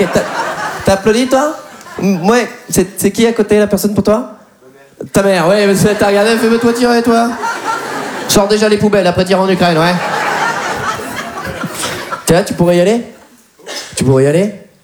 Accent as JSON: {"language": "French", "town": "Poitiers", "region": "Nouvelle-Aquitaine", "country": "France", "said": "29 ans. Moi je viens de Poitiers."}